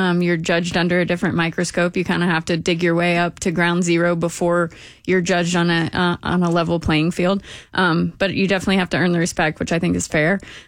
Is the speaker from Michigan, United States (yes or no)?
no; Texas, United States; I took Spanish, not French. I'm from Texas.